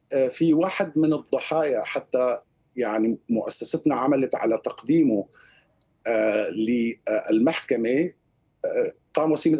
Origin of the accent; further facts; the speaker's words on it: Syria; now in Brussels, Belgium; موضوع أيضا دمغ الأحكام عندنا في سوريا هذه أنا بشوفها ثغرة